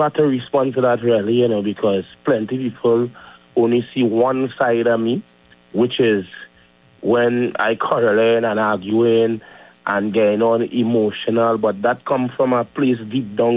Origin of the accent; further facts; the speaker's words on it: Arima, Trinidad & Tobago; Well, I originally from Arima, you know. I originally born and growing in Arima